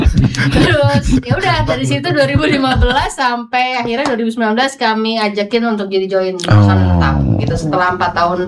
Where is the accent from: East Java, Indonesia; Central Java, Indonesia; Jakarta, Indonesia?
Jakarta, Indonesia; Saya sebenarnya orang tua saya Jawa Tengah, tapi saya dari kecil di Jakarta.